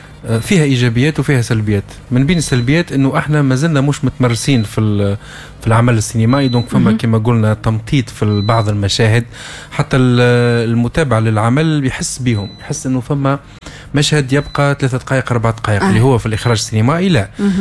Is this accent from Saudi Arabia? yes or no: no; Tunisia; هو تونسي الفيلم احنا كتونسة نفهموه نفهموا تاريخ بلادنا ولهجتنا وكل شيء